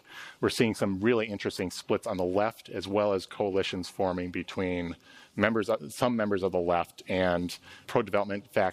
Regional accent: Milwaukee, Wisconsin, United States; if you look at a map of my hometown metropolitan area, Milwaukee, Wisconsin

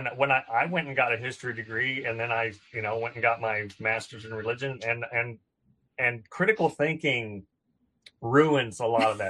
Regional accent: Blue Ridge, Texas, United States; I grew up in a town called Blue Ridge, Texas, so there were more cows than people and lots of big hats and belt buckles and all that kind of stuff.

